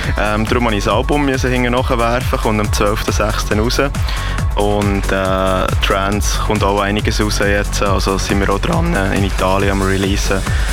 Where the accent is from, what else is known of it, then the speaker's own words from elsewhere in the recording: Switzerland; Aber in der Schweiz, in meinem Heimatkanton, vor der vollen Halle, und ich hatte Schulkollegen vor mir